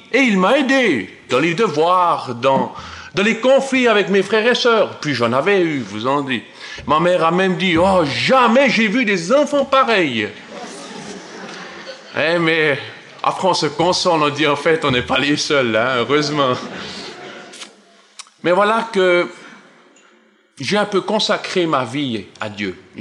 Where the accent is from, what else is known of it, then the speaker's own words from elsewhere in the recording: Cortaillod, Neuchâtel, Switzerland; J'ai été élevé en Suisse romande, à Cortaio, près de Neuchâtel. Mon père vient d'Allemagne, il est depuis 50 ans en Suisse. Ma mère vient de Suisse allemande, j'ai donc été élevé bilingue.